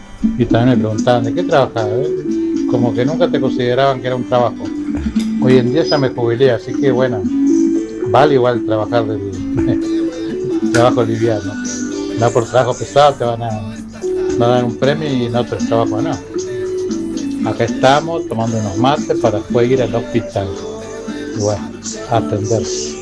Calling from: Río Tala, Buenos Aires Province, Argentina; de Río Tala.

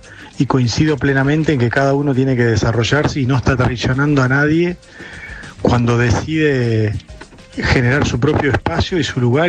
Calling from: San Miguel, Argentina; Buenas tardes … de San Miguel.

